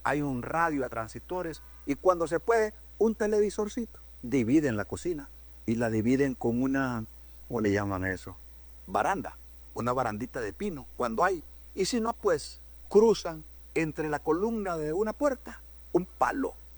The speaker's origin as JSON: {"language": "Spanish", "country": "Honduras", "said": "En mi pueblo le decimos palo"}